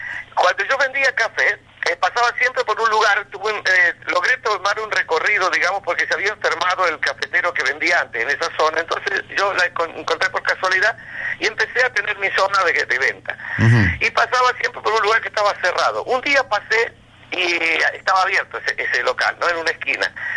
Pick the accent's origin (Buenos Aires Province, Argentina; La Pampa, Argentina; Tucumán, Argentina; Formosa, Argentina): Tucumán, Argentina; San Miguel de Tucumán; born there; moved away; also born or lived in Las Varillas, Córdoba, Argentina / Buenos Aires, Argentina; Cuando yo tenía 8 años, mi padre se traslada a Tucumán. Yo al final me recibí de técnico mecánico en la Escuela Industrial de la Nación, en San Miguel de Tucumán.